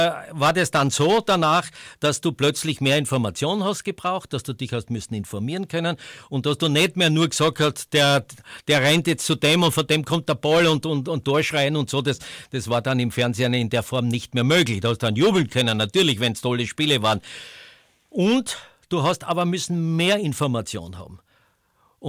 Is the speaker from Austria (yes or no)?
yes; Graz, Styria, Austria; Als erstes habe ich ja Fußball gemacht als Grazer.